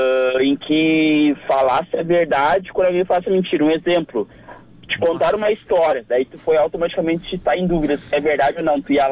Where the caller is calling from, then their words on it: São Leopoldo, Rio Grande do Sul, Brazil; Sou de São Leopoldo.